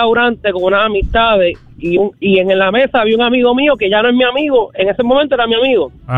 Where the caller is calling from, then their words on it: Puerto Rico; Boricua, somos boricua